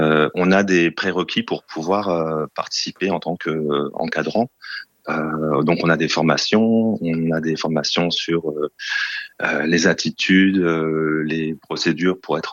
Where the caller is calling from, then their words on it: Ontario, Canada; Moi, j'habite au Canada, je suis en Ontario